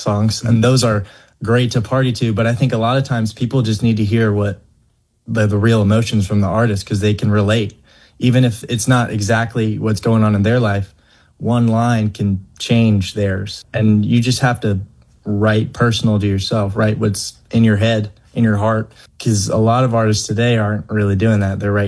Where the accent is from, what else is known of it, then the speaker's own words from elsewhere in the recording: Louisville, Kentucky, United States; I grew up in Catholic schools. Went to Trinity High School. I'm a little Cardinals fan